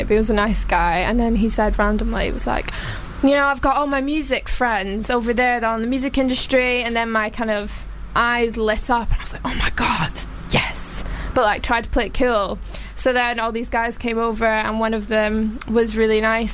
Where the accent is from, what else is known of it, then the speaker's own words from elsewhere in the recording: Glasgow, Scotland, United Kingdom; accent: Glaswegian; moved away as an adult; Yeah, well, I'm originally from Glasgow.